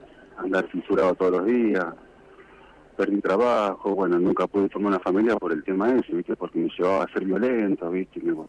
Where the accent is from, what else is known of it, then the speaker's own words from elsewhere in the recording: Buenos Aires, Argentina; moved away as an adult; Yo soy de Buenos Aires.